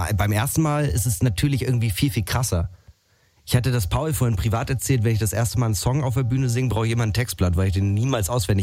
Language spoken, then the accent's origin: German; Northern Germany, Germany